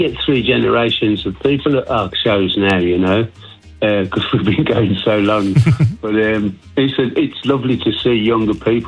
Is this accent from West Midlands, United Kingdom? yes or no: yes; Birmingham, West Midlands, United Kingdom; I come from Birmingham. It was the wrong side of the tracks, if you like. It was the red light district of Birmingham. And I was surrounded by West Indians and Asians.